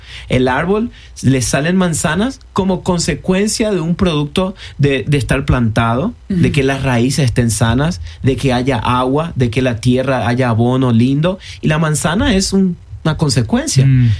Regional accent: Argentina; moved away; Yo era un, como decimos allá en Argentina, un pibe, un adolescente.

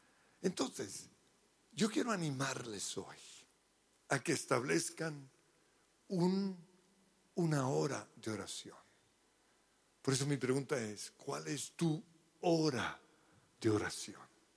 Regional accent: Australia; accent: Colombian; also born or lived in Colombia; yo soy australiano, ¿no? Yo hablo como colombiano, pero soy australiano, de esos blancos horribles, sí, ese soy yo.

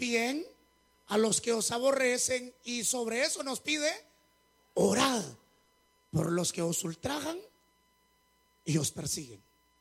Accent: Zacapa, Guatemala; Porque yo soy de Zacapa, tierra caliente.

